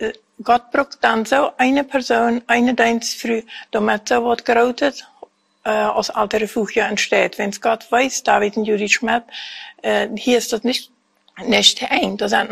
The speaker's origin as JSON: {"language": "German", "area": "Fernheim", "region": "Boquerón", "country": "Paraguay", "moved": "as an adult", "lives_now": "Asunción, Paraguay", "said": "Und wir sind aus Fernheim."}